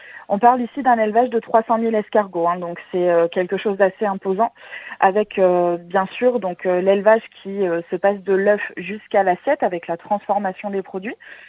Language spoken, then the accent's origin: French; Auvergne-Rhône-Alpes, France; chez nous dans le Cantal